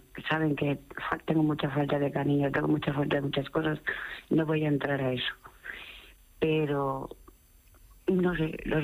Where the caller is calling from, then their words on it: Vigo, Galicia, Spain; Uh-huh. Vivo en Vigo.